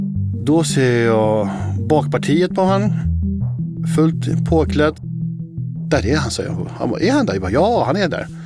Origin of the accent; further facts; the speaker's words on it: Eastern Turkey, Turkey; Där vi kommer, vi är assyrier från östra Turkiet.